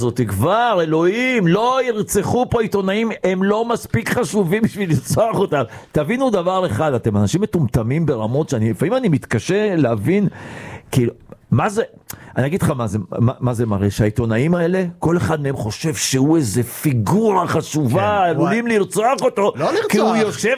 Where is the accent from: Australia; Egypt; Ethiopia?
Egypt; אני מצרי.